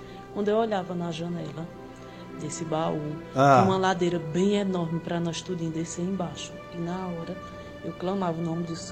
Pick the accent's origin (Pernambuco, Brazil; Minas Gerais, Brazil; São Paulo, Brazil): Pernambuco, Brazil; Toritama; Eu sou de Toritama, Pernambuco.